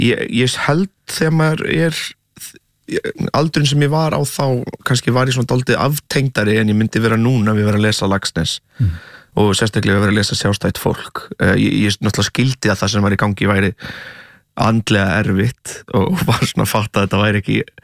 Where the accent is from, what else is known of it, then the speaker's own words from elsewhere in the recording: Portugal; now in Iceland; náttúrulega ólst upp í Portugal